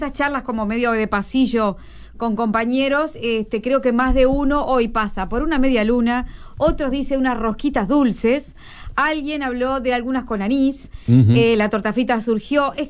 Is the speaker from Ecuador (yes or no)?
no; Uruguay; Somos los uruguayos. Estamos viviendo, Leo, por la capital